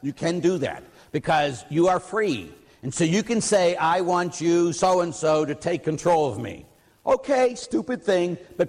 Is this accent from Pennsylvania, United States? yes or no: yes; Pittsburgh, Pennsylvania, United States; And at Waldemar, because we're from Pittsburgh, we came up there.